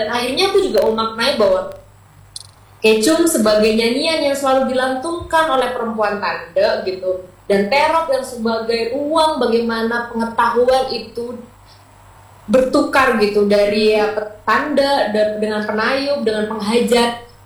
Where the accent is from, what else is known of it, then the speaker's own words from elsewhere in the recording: East Java, Indonesia; tidak hanya dari sudut pandang aku sebagai orang Madura gitu. Orang-orang yang di luar Madura bahkan lebih tertarik mungkin dengan budaya kita gitu.